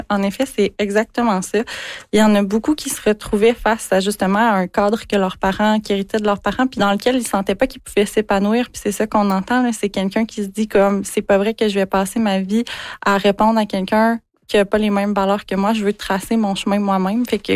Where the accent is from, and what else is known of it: Quebec, Canada